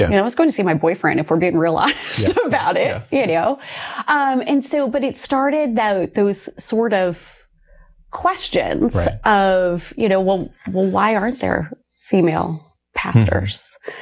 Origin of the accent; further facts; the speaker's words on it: Ohio, United States; So I grew up in a very rural part of Ohio. And my family, we were churchgoers.